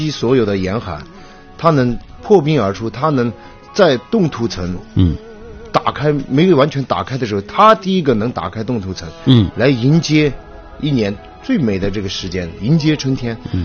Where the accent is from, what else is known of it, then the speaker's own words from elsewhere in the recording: Jilin, China; 像我们吉林人，像我们东北人的这种精神